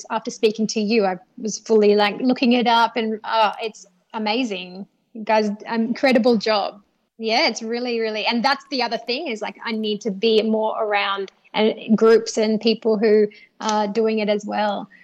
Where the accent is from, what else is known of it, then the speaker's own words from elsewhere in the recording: Western Australia, Australia; we all know, like, growing up in the Kimberleys, sometimes it's hard to really be the one who going after your, like, shining